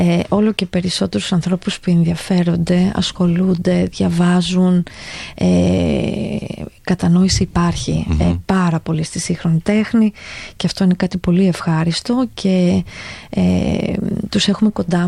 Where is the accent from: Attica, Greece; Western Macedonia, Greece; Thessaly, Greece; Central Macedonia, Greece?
Thessaly, Greece; Trikala; now in London, United Kingdom; τώρα που είμαι λίγο περισσότερο χρόνο στην πόλη μας